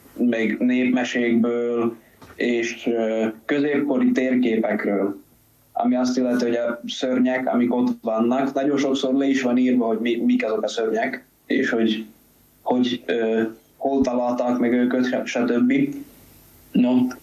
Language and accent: Hungarian; Hungary; moved away as an adult; now in Plzeň, Czech Republic; mindenki tudja, hogy magyar vagyok.